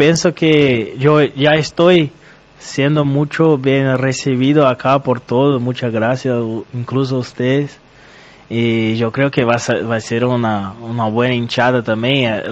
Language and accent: Spanish; Brazil; Spanish is a second language